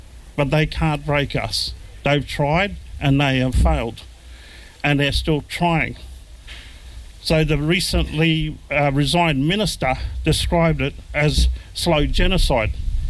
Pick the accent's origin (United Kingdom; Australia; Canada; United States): Australia; Northern Territory; also born or lived in Tennant Creek; although we grew up on Larrakia country, we only knew half of our identity.